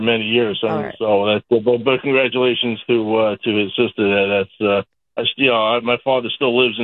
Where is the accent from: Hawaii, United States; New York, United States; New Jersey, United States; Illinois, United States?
New York, United States; Plainedge; now in Ronkonkoma, United States; the Plain Edge is my alma mater where I grew up.